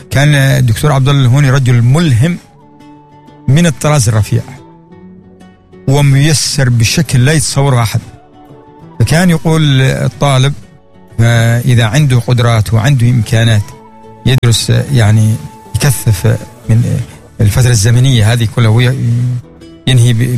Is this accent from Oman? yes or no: yes; Oman; أنا من عمان.